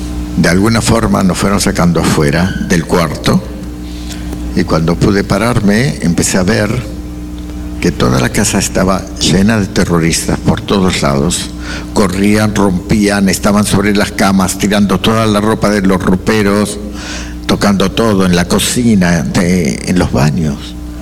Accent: Argentina; moved away; Yo soy argentino.

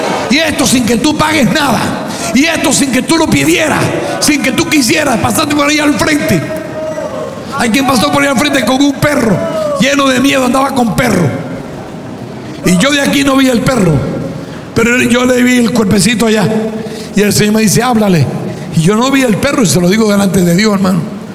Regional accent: Cuba; moved away

